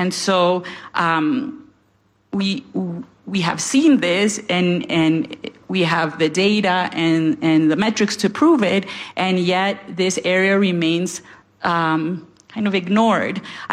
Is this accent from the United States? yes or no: no; Honduras; my home country of Honduras